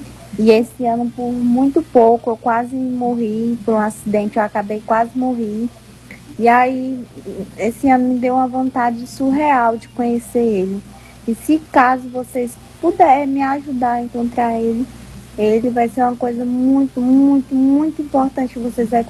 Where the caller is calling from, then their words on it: Conceição do Araguaia, Pará, Brazil; Sou aqui de Conceição do Araguaia, no Pará.